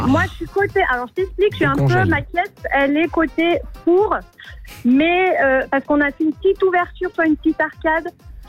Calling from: Grenoble, Auvergne-Rhône-Alpes, France; ça a pété un peu chez nous à Grenoble.

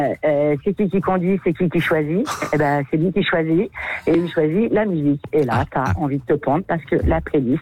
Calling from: La Rochelle, Nouvelle-Aquitaine, France; Donc, moi, je suis de La Rochelle.

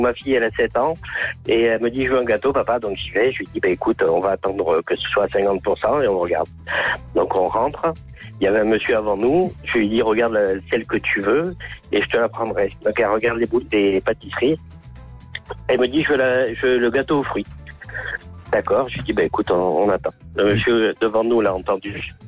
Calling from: Condom, Occitanie, France; Moi j'habite dans le sud-ouest. J'habite à Condon.

